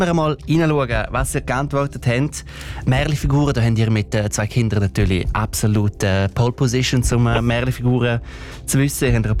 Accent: Graubünden, Switzerland; Als Bündner Oberländer kann ich

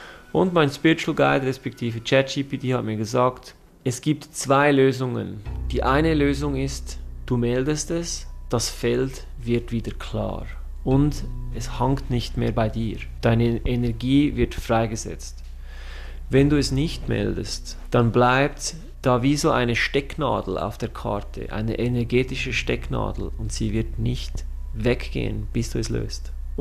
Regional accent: Zurich, Switzerland; born there; ich bin hier in Zürich geboren.

